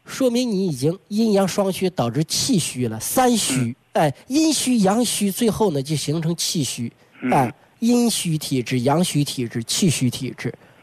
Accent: China; 特别是我们中国人

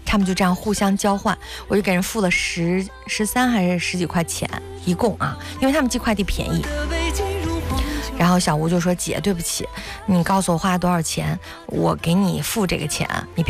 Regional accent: Shandong, China; born there; 我有的时候特别感恩我生在山东，我是一个山东的女孩，

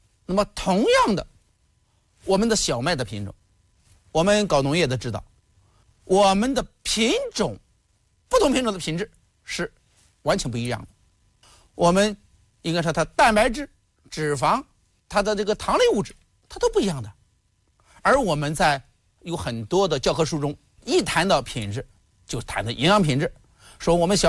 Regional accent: northern China, China; 我是北方人

